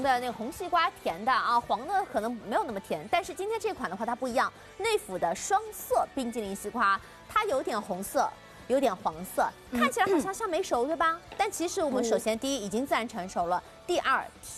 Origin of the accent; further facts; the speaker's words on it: Shanghai, China; 我们上海人